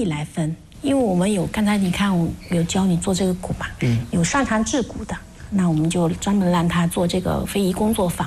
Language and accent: Chinese; Fujian, China; also born or lived in Quanzhou; 其实我们小时候的时候就是一直听那个蒲县戏长大的